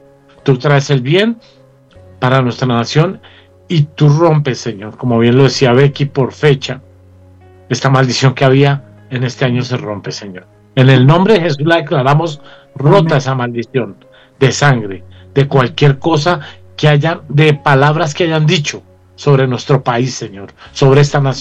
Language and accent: Spanish; Colombia; somos esos colombianos